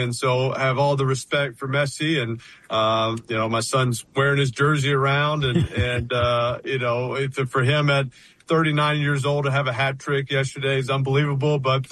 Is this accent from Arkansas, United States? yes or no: no; New Orleans, Louisiana, United States; I mean, I grew up in New Orleans. I knew what a parade was.